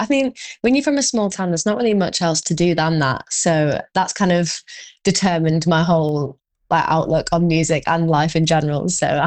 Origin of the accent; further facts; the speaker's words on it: Morecambe, North West England, United Kingdom; growing up in Morecambe was great. I mean, I think it's just a very unique childhood, like being from like a small kind of forgotten seaside town